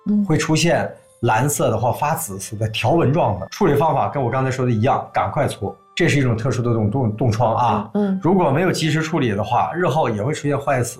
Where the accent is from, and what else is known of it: Northeast China, China; born or raised there